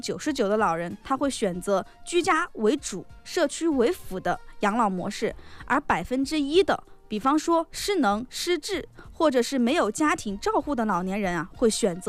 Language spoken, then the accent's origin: Chinese; China; 我们中国人